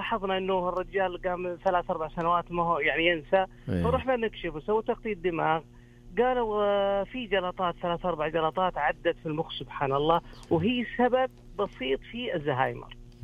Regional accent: Medina, Medina Province, Saudi Arabia; من المدينة المنورة.

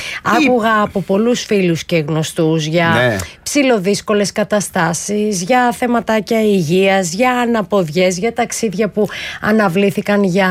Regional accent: Epirus, Greece; Πολύ Ιωάννη να άκουγα, πολύ Πρέβεζα, Σίβωτα στα μέρη μας εκεί

